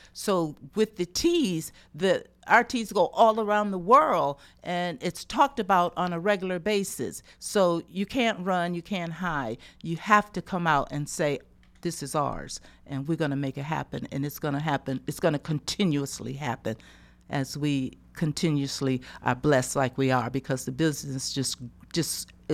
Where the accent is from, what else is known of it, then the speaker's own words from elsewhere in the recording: Rochester, New York, United States; yes, I'm born and raised here in Rochester, and no, I'm not from Florida. My family's from Florida.